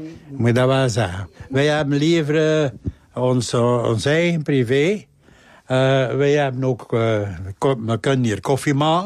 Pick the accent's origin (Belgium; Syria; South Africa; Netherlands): Belgium; De Haan, Flanders; Ik kom normaal van aan het zeetje.